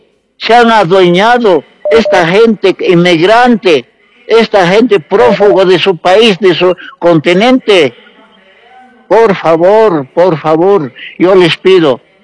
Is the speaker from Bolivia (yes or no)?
yes; Altiplano, Bolivia; moved away; also born or lived in Chile / Peru; yo soy boliviano, yo soy crecido, caramba, con mucho civismo y patriotismo. Yo soy campesinito, yo he nacido en un pampa pajonal del altiplano